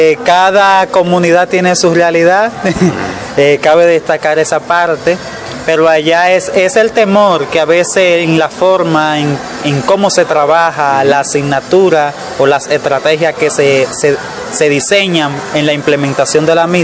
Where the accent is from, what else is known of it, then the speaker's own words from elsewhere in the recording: Yaguate, San Cristóbal, Dominican Republic; Venimos de la comunidad de Semana Santa del municipio de Yaguate, provincia San Cristóbal.